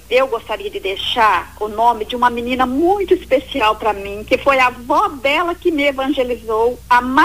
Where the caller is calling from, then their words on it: Nova Canaã do Norte, Mato Grosso, Brazil; De Nova Canaã do Norte.